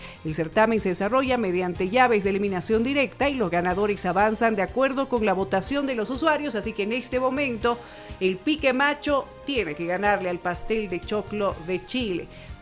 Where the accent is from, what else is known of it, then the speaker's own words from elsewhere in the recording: Bolivia; Es momento de unirnos como bolivianos